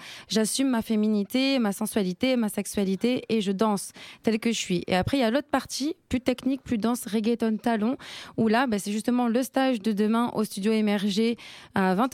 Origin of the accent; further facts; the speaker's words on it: Chile; now in France; je suis originaire du Chili.